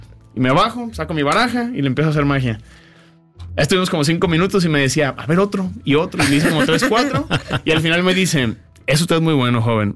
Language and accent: Spanish; Colima, Mexico; yo empecé a salir a hacer shows en Tijuana, que aquí en la Ciudad de México, porque yo soy de Colima.